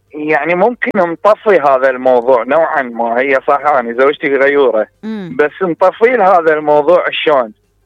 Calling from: Baghdad, Baghdad Governorate, Iraq; من بغداد.

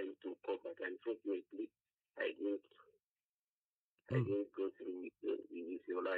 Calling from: Ndola, Copperbelt, Zambia; I'm calling from Ndola.

